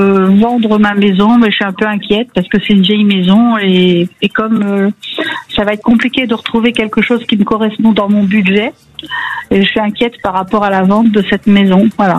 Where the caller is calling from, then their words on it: Vienne, Nouvelle-Aquitaine, France; De la Vienne